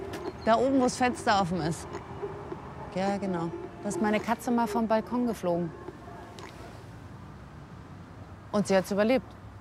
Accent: Germany; born there; Also ich komme aus dem Osten

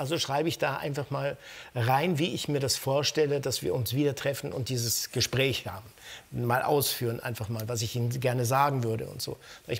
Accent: Lugano, Ticino, Switzerland; Also meine Mutter, die jetzt gerade in Lugano, wir sind ja aus Lugano, aus dem Ticino, und mein Onkel und so, die leben da unten

